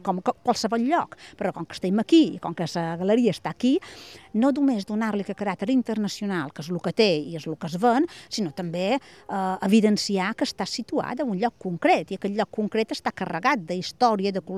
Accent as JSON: {"language": "Catalan", "town": "Ferreries", "region": "Balearic Islands", "country": "Spain", "said": "som menorquina"}